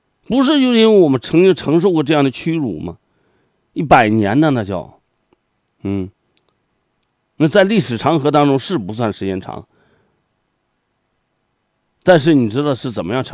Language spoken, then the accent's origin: Chinese; China; 我们把我中国人都刻画成什么样了啊